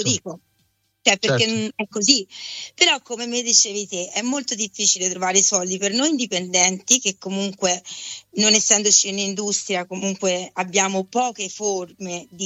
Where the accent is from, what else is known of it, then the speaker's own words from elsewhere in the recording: Prato, Tuscany, Italy; Poi sono toscana e mi sono poi finita, diciamo, ho iniziato a formarmi, diciamo, per la recitazione cinematografica, perché chiaramente sono partita da quella teatrale nella mia città a Prato, da quando avevo tipo 6 anni.